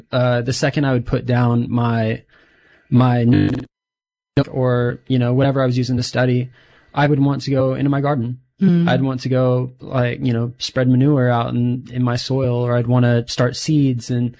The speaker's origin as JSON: {"language": "English", "town": "Winnemucca", "region": "Nevada", "country": "United States", "tie": "born or raised there", "moved": "as an adult", "lives_now": "Ukiah, United States", "said": "I'm from Winnemucca, Nevada, born and raised out there, moved away when I was 18 and have been kind of bounced around the cities here and there. I didn't come out to Ukiah until COVID happened."}